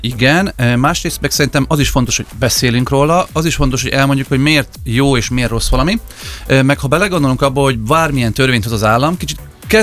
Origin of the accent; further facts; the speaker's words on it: Szentes, Csongrád-Csanád, Hungary; én is Szentesi tanyavilágból származok, tehát termelünk, van egy ilyen bekötődésem